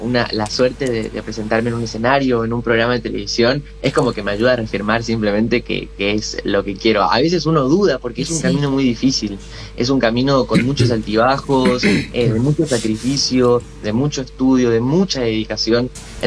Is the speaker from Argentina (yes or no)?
yes; Corrientes, Argentina; soy de Corrientes